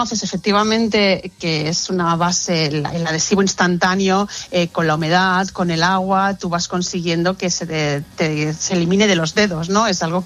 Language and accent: Spanish; Barcelona, Catalonia, Spain; Yo soy de Barcelona, entonces la Sagrada Familia para mí es algo muy especial.